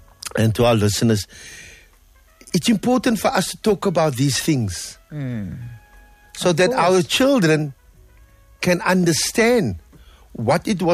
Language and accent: English; Cape Town, Western Cape, South Africa; we grew up in Claremont. I'm also from Draper Street.